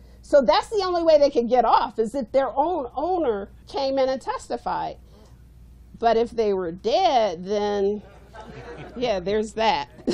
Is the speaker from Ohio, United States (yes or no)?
yes; Ohio, United States; I'm from Ohio.